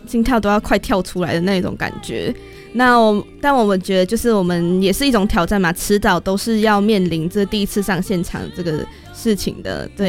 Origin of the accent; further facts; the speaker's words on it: Taiwan; 我们台湾人